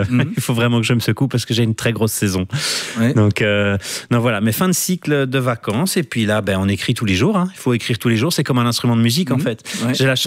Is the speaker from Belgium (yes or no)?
yes; Brussels, Brussels-Capital Region, Belgium; Moi, je suis bruxellois